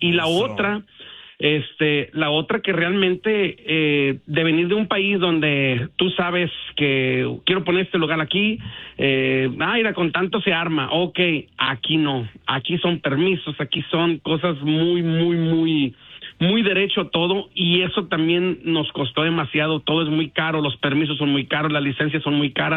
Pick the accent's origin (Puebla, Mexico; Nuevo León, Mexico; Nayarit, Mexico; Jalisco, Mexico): Nayarit, Mexico; also born or lived in Sinaloa; now in United States; nosotros somos de Nayarit, del estado de Nayarit, de la parte de Tepic, parte costera también de Santiago Escuintla, Nayarit. También con familia en Sinaloa, parte de Mazatlán.